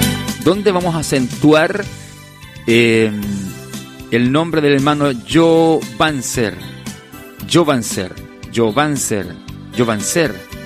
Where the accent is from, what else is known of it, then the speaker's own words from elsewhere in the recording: Temuco, Araucanía, Chile; born there; Él está en Temuco, mi ciudad natal